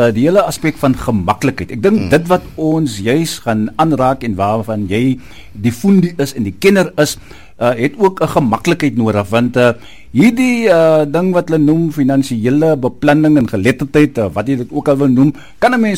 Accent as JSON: {"language": "Afrikaans", "town": "Oudtshoorn", "region": "Western Cape", "country": "South Africa", "tie": "born or raised there", "said": "van Eden FM, ek is op hoorling hier van Oudtshoorn groot geworden hier so"}